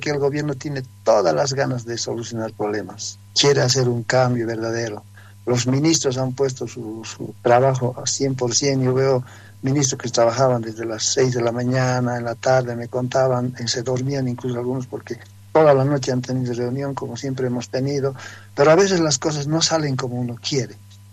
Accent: Guarina, La Paz, Bolivia; now in El Alto, Bolivia; Yo soy de Guarina, provincia de Mosullos, donde ha nacido el gran mariscal Andrés de Santa Cruz.

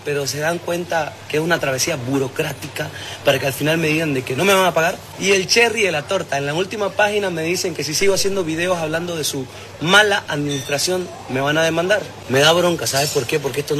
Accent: Bolivia; como Sobodaicom es de mi país

